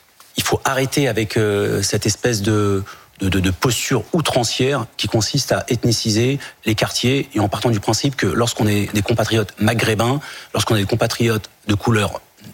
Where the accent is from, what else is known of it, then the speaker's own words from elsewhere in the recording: France; Ce sont nos parents, nous on est français, bien français et fiers d'être français.